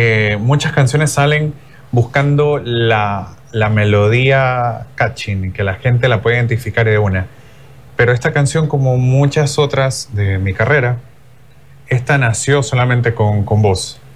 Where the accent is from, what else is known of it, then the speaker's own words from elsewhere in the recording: Ecuador; creo yo que como seres humanos, luego como ecuatorianos, ver con prosperidad